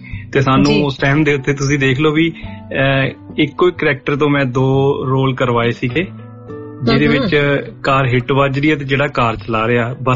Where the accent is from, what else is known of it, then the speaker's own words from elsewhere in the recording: Poola, Punjab, India; also born or lived in Cairns; now in Melbourne, Australia; ਮੈਂ ਐਕਚੁਲੀ ਪੰਜਾਬ ਤੋਂ ਬਠਿੰਡਾ ਜ਼ਿਲ੍ਹੇ ਤੋਂ ਹਾਂ ਜੀ। ਮੇਰਾ ਪਿੰਡ ਪੂਲਾ ਬਠਿੰਡੇ ਦੇ ਬਿਲਕੁਲ ਨਜ਼ਦੀਕ